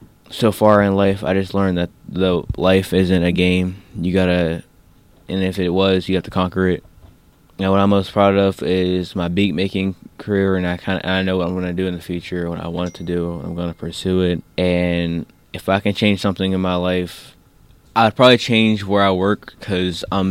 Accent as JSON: {"language": "English", "town": "Pittsburgh", "region": "Pennsylvania", "country": "United States", "tie": "born there", "said": "I'm 16 years old and I attend Holy Family Academy. I was born in Pittsburgh"}